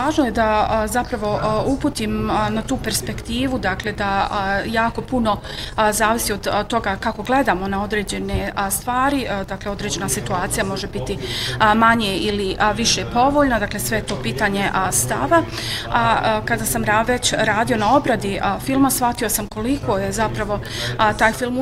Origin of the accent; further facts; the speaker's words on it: Kosovo; now in Germany; ja sam odrastao na Kosovu i selo koje se pominje u filmu je zaista selo iz kog i sam potičem. Odrastao sam sa životinjama, sa kravama koje sam jako volio i vrlo su mi nedostajale u Njemačkoj